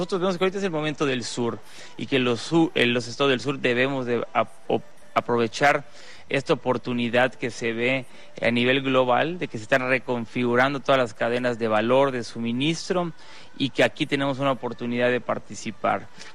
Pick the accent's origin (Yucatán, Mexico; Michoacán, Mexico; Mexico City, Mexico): Yucatán, Mexico; moved away; also born or lived in Puebla; con mucho orgullo regreso a mi tierra, regresamos aquí a Yucatán